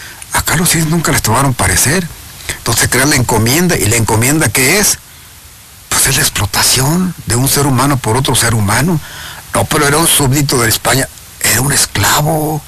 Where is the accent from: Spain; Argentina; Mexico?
Mexico; nosotros como mexicanos decidimos construir un país.